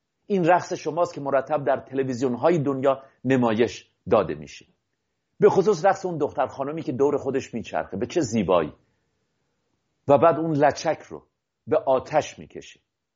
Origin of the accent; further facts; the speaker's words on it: Iran; ما سرانجام پس از بیش از 40 سال به همه میگیم که من ایرانی هستم، پیش از این مخفی میکردیم، اسمهای خودمون رو عوض کرده بودیم